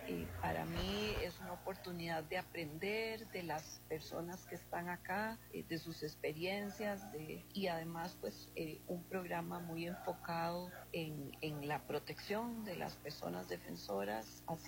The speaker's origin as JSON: {"language": "Spanish", "country": "Costa Rica", "said": "yo soy de Costa Rica"}